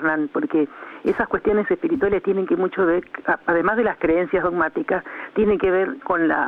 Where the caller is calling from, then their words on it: Chascomús, Buenos Aires Province, Argentina; de Chascomús.